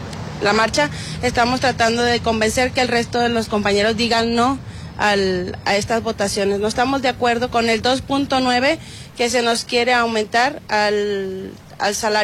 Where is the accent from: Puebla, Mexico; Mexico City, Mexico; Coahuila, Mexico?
Coahuila, Mexico; Torreón; tan así que pues yo soy de Torreón, Coahuila, y decidí quedarme todav